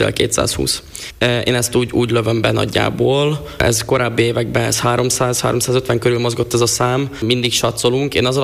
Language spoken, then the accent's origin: Hungarian; Kráľová nad Váhom, Trnava Region, Slovakia; now in Prague, Czechia; Vágkirályfán, Galántos helyek között egy kis faluban, Felvidéken.